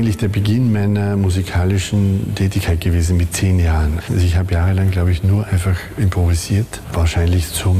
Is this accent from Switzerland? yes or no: no; Innervillgraten, Tyrol, Austria; born there; now in St. Pölten, Austria; Ich komme aus den Osttiroler Bergen.